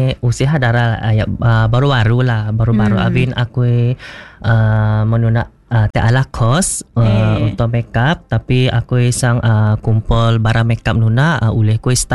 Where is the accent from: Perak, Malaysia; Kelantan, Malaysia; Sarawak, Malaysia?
Sarawak, Malaysia; Marudi; Aku asal dari Marudi Long Ati Baram.